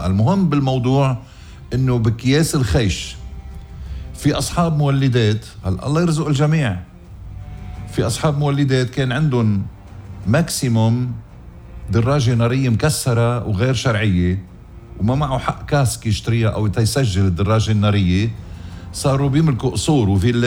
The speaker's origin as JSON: {"language": "Arabic", "country": "Lebanon", "said": "يا بلدي يا بلدي لبنان،"}